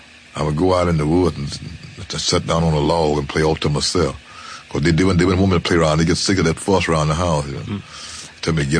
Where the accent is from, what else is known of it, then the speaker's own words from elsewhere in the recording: Memphis, Tennessee, United States; also born or lived in Cincinnati, United States; And I'm from Memphis.